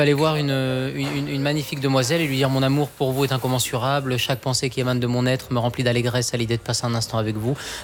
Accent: Occitanie, France; born there; je suis né dans le Gard.

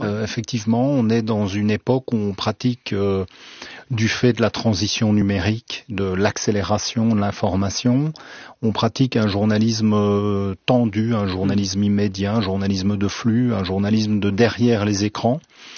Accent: Wallonia, Belgium; now in Charleroi, Belgium; Je suis originaire de la région de Mons-Borinage, mais je vis actuellement dans la région de Charleroi.

